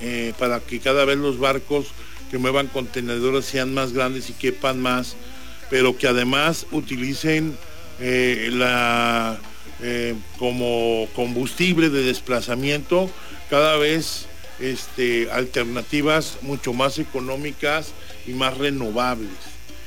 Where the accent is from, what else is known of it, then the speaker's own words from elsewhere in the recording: Mexico; porque todos somos mexicanos, hermanos